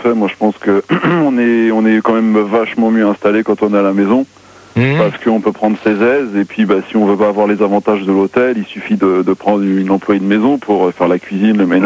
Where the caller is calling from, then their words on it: Paris, Île-de-France, France; J'appelle de Paris, 100.9 FM.